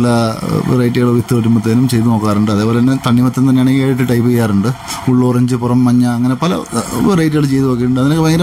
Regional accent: Kandanad, Kerala, India; ജനിച്ചു വന്നത് ഇവിടെ തന്നെയാണ്, കണ്ടനാടാണ്. ഉദയംപുരം പഞ്ചായത്തിൽ കണ്ടനാടാണ് ജനിച്ചു വളർന്നത്. ഇവിടെ തന്നെ ആ വലിയ അപ്പൂപ്പന്മാരും നെൽകൃഷി ചെയ്തിരുന്ന സ്ഥലമാണ്. ഞങ്ങൾ നെൽകൃഷി കൊണ്ട് മാത്രം ജീവിച്ചിരുന്നവരാണ്.

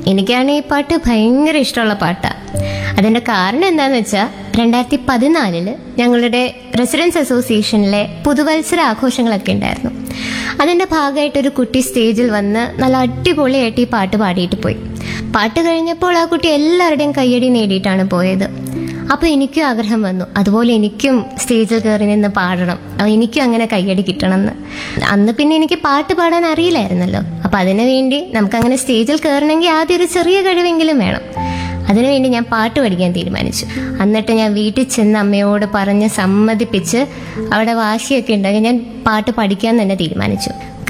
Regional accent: Tripunithura, Kerala, India; ഞാൻ 3ാം വർഷ BA economics വിദ്യാർത്ഥിനിയാണ്. ഞാൻ തൃപ്പൂണിത്തുറ സ്വദേശിനിയാണ്.

